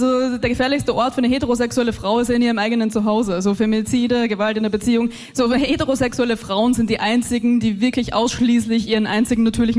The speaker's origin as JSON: {"language": "German", "region": "Vienna", "country": "Austria", "said": "dass ich aus Österreich komme, weil man hört es, glaube ich, nicht so raus, ne? Na, ich komme aus Wien"}